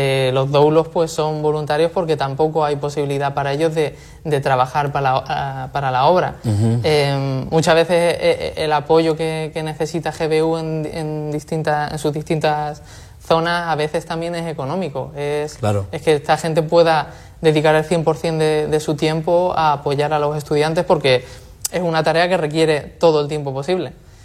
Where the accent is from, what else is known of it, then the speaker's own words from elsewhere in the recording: Castilla-La Mancha, Spain; yo soy manchego, vengo de la Universidad de Ciudad Real